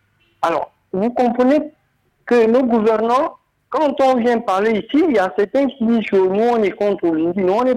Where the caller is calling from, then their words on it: Gabon; Je ne vais pas m'excuser parce que moi, je suis un vrai Gabonais.